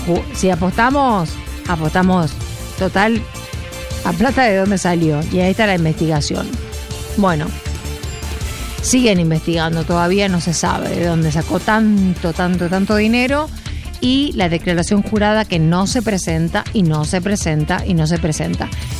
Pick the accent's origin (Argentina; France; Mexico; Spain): Argentina